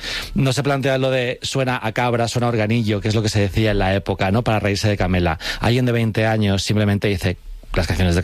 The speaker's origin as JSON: {"language": "Spanish", "town": "Alcorcón", "region": "Community of Madrid", "country": "Spain", "tie": "born or raised there", "said": "yo que crecí en Alcorcón, gente que hemos crecido en el barrio"}